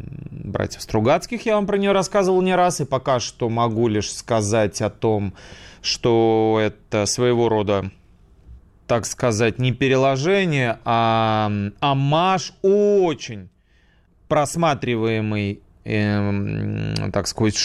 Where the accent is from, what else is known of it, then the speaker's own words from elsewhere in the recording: Saint Petersburg, Russia; now in Moscow, Russia; Я, например, из Санкт-Петербурга сюда был перевезен, ну, еще во времена Ленинграда давным-давно.